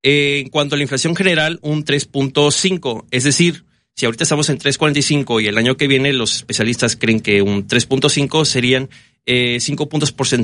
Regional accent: Mexico; nos afecta a nosotros como economía mexicana.

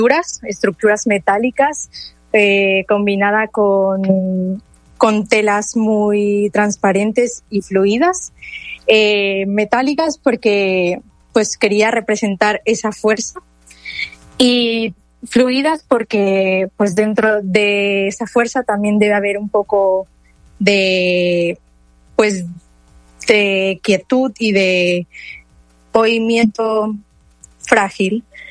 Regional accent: Veracruz, Mexico; now in Madrid, Spain; soy de Veracruz, actualmente vivo en Madrid, estoy estudiando la carrera de diseño de moda

